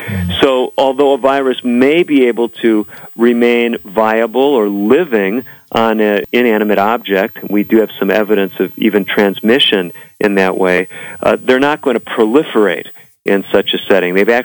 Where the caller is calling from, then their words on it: Albuquerque, New Mexico, United States; I'm speaking from Albuquerque, New Mexico.